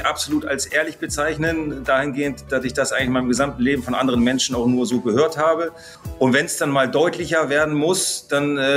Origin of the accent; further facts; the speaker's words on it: Bremen, Germany; moved away; als Norddeutscher, Bremer oder … so wie ich bin, eher ruhiger.